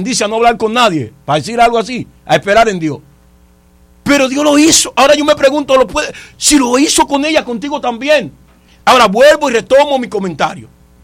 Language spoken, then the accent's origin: Spanish; La Romana, Dominican Republic; born there; also born or lived in a batey (sugar-cane settlement); cuando yo vine del Batey, que una tía me dijo, te voy a llevar a vivir para la Romana.